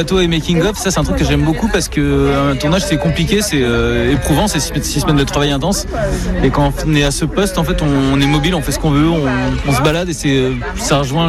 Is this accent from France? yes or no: yes; Cherbourg, Normandy, France; also born or lived in Paris; c'est que moi je suis né à Cherbourg, j'ai grandi à l'école de voile de Cherbourg, j'ai fait l'optimiste du 420 en compétition.